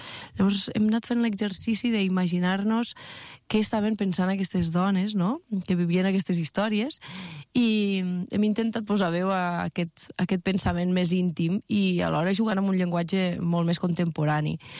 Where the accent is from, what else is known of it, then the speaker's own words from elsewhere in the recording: Catalonia, Spain; Som tres noies de la Plana de Lleida, l'Aranxa Broto, la Núria García i jo mateixa